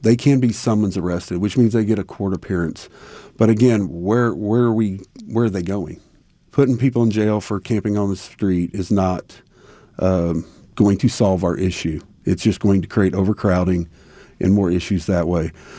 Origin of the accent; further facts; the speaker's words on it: United States; I was born and raised in Marion County.